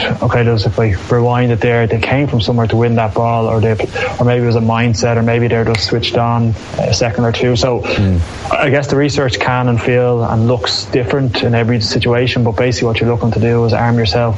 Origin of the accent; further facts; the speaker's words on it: Glasnevin, County Dublin, Ireland; one of the ways which we're very lucky is that I grew up in Glasnevin, which so happens to have my own club, Nafin, in it